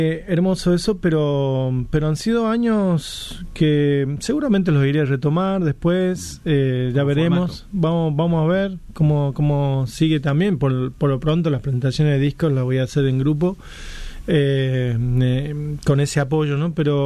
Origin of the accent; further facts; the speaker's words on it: Frías, Santiago del Estero, Argentina; Una guitarrista de mi pueblo de natal, de Frías